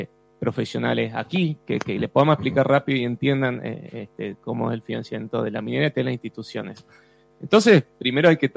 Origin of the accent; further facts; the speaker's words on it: Mendoza, Argentina; Y acá quiero ser muy mendocino, ¿no? Porque yo me di cuenta de lo que somos como ciudad de Mendoza